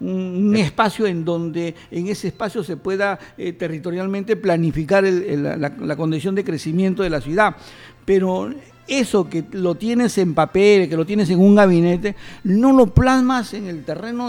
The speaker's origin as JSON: {"language": "Spanish", "country": "Peru"}